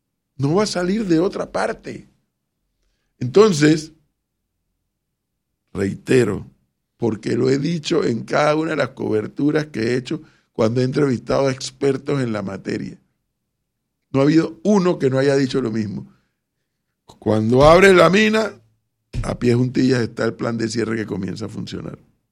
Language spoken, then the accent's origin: Spanish; Panama; me siento como un panameño más